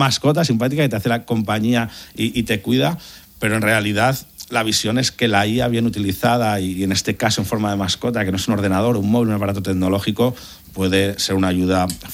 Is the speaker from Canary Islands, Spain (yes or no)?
no; Zaragoza, Aragon, Spain; now in Sitges, Spain; yo en la mía, en Sitges, somos de Zaragoza, pero vivimos ahí